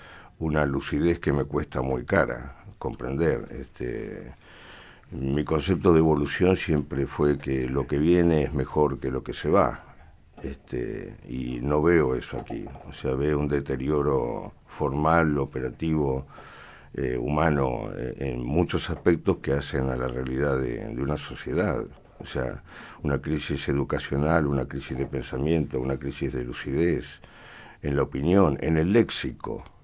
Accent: Spain; Soy español.

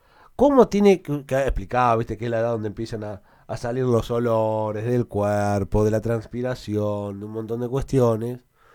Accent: Argentina; Porque soy argentino.

